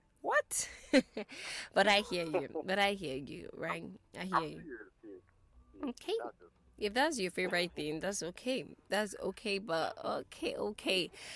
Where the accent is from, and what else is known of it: Nigeria